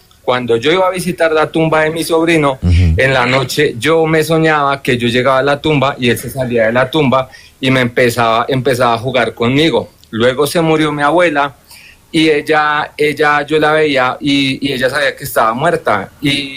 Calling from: Soacha, Cundinamarca, Colombia; Soacha, Cundinamarca.

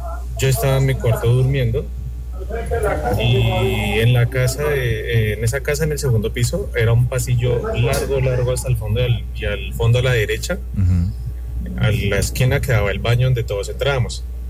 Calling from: Bogotá, Colombia; Desde acá, Bogotá.

